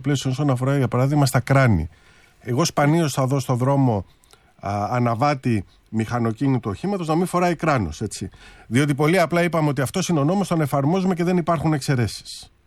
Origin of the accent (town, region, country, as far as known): Greece